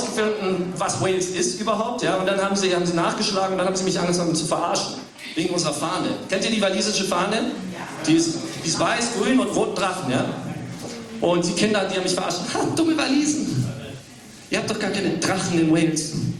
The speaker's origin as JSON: {"language": "German", "region": "Hamburg", "country": "Germany", "tie": "born there", "said": "Ich bin tatsächlich in Hamburg geboren."}